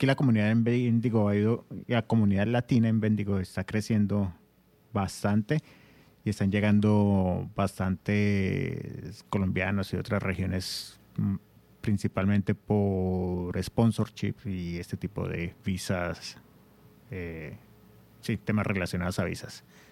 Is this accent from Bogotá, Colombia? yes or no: yes; Bogotá, Colombia; Pero yo soy Rolo, entonces no... Rolo comparado con Caleño...